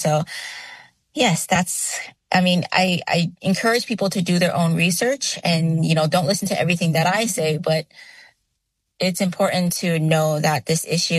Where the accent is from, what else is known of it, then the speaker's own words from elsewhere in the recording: Pago Pago, Eastern District, American Samoa; also born or lived in California, United States; I come from Pangopango, American Samoa, specifically on the island of Tutuila. I am a Samoan Filipino born in California, so I'm a U.S. citizen. However, I was raised here for almost all my life, and so American Samoa is definitely my home.